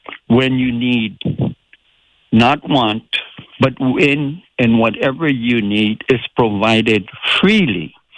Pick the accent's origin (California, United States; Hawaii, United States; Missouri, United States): Hawaii, United States; we are from Hawaii